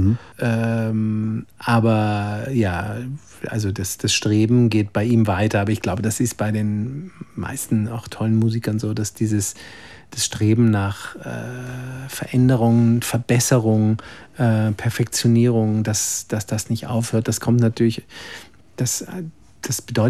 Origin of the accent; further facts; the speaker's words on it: Schleswig-Holstein, Germany; moved away; Ich komme ja eigentlich aus Schleswig-Holstein in Norddeutschland